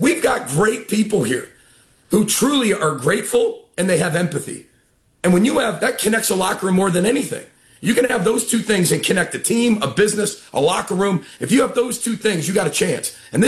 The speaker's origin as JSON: {"language": "English", "region": "Midwest", "country": "United States", "tie": "born or raised there", "said": "I love the Big Ten. I grew up in the Midwest."}